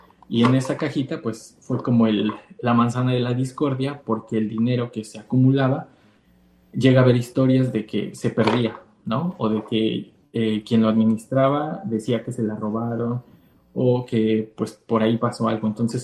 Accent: Mexico; en nuestro país, en mi país

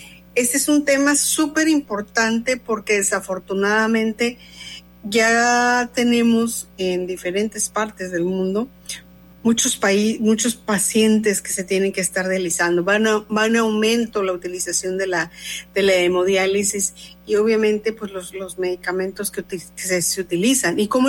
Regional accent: Mexico; alguien que nos represente como mexicanos.

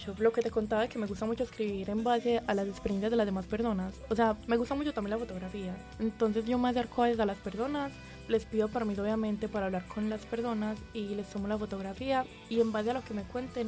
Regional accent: Medellín, Antioquia, Colombia; born there; yo estuve de chiquita en la Esteban Jaramillo.

